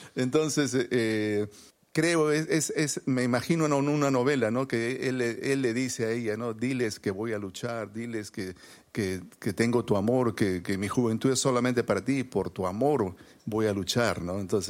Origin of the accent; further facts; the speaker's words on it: Peru; now in New York, United States; estoy aquí en Nueva York, soy un peruano y estoy preparando este proyecto de rock en español.